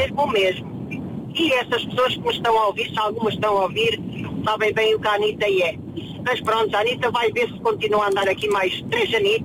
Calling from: Santa Comba Dão, Portugal; Eu sou de Santa Comba

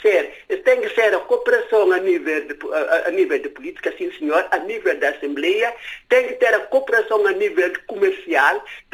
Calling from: Guinea-Bissau; Eu sou da periferia da Guiné

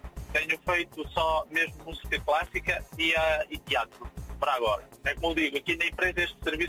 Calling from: Vale de Cambra, Portugal; Eu sou da zona de Valcâmbra.

